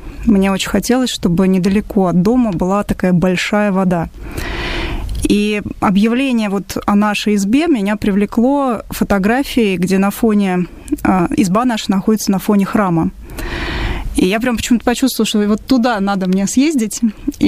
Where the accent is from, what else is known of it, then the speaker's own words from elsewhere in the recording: Moscow, Russia; Я городской житель, я родилась и выросла в Москве